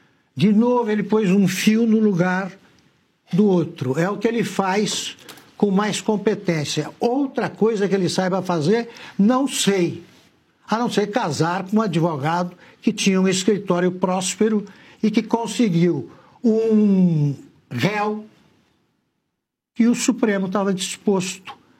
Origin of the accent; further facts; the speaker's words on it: São Paulo, Brazil; Mas Também eu sou paulista e há paulistas de quinta categoria.